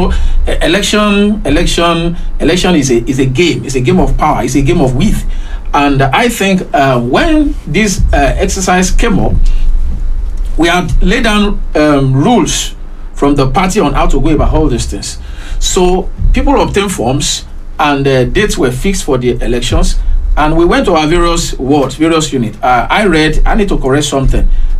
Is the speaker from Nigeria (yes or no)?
yes; Nigeria; I am from Yusowopo too.